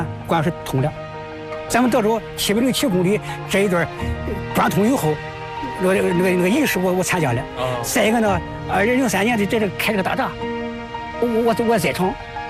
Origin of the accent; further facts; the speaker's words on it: Dezhou, Shandong, China; 我是当地人，我是喝着运河的水，吃着运河岸边的粮食，我长大的。德州。